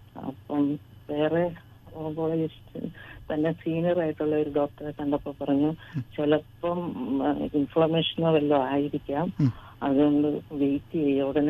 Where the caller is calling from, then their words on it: Tripunithura, Kerala, India; ഞാൻ വിളിക്കുന്നത് തൃപ്പൂണിത്തറയിൽ.